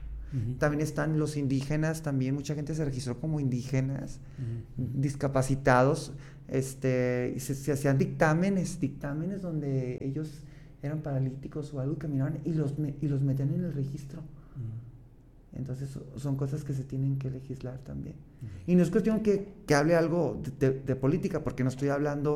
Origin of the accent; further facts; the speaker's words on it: Guadalajara, Jalisco, Mexico; yo no soy de aquí, yo soy de Guadalajara, entonces pues yo tenía otra mentalidad